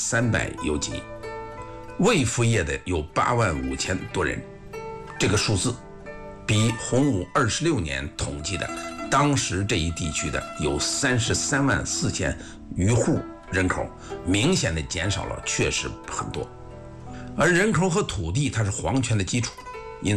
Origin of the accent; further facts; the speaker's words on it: Nangong, Hebei, China; born there; 我小时候出生在我姥姥家，我的外公他的故里就是南宫市东赵守寨村，地处南北驿道及通往德州东西交通商道上